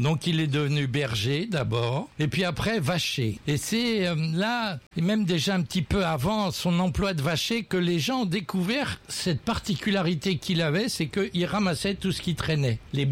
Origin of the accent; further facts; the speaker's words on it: Centre-Val de Loire, France; il était né le 30 décembre 1909 à Vienne-en-Val, donc tout près de mon village natal.